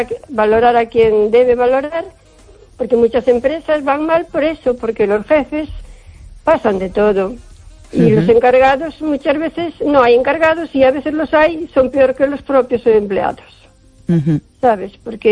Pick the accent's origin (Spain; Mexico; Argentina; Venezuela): Spain; O Carballiño, Galicia; Hola, Esther, buenas noches … de Carballiño.